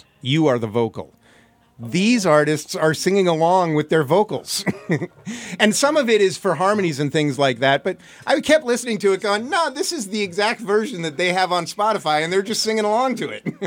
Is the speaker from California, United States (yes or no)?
yes; Davis, California, United States; I grew up in Davis, California, moved here in the 70s, 1972.